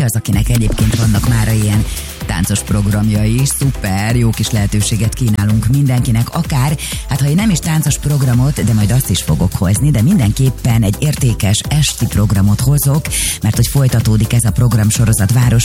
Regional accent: Nyíregyháza, Szabolcs-Szatmár-Bereg, Hungary; born or raised there

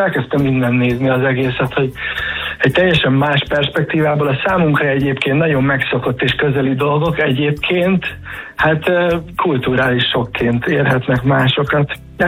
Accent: Hungary; elkezdtem büszke lenni arra, hogy magyar vagyok

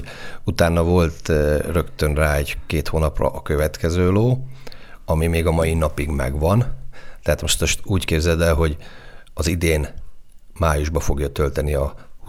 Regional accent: Seregélyes, Fejér, Hungary; falusi családban felnövő srác

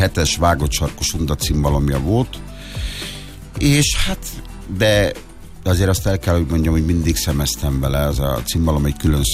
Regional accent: Sárospatak, Borsod-Abaúj-Zemplén, Hungary; ahonnan én származom, Sárospatakról

